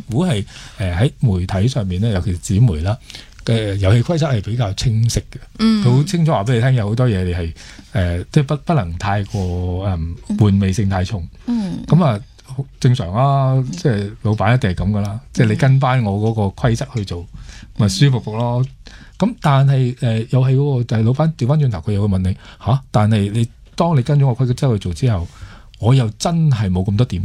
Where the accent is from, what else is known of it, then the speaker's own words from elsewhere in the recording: Hong Kong; 作为香港人